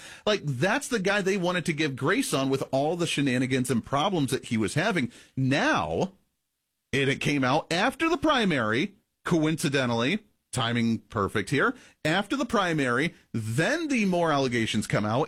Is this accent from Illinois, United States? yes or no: no; Colorado, United States; I mean, I grew up in Colorado. You got Boulder, Colorado out there.